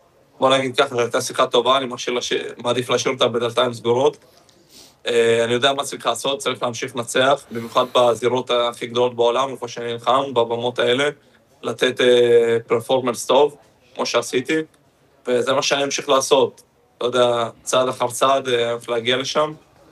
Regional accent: Holon, Tel Aviv District, Israel; moved away as an adult; גרתי בחולון, מתאמן במכון של מושי קדר ודודי בן זקן כשאני בארץ, בעצם שם גדלתי.

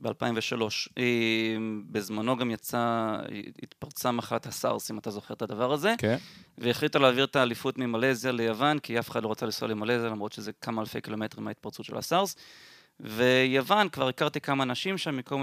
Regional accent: Holon, Tel Aviv District, Israel; also born or lived in Ra'anana; אני בן 40, גדלתי בחולון, אחר כך רעננה, תל אביב.

